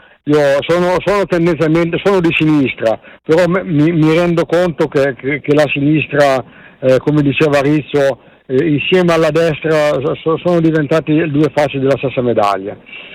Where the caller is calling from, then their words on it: Alessandria, Piedmont, Italy; sono da Alessandria e non da Ro.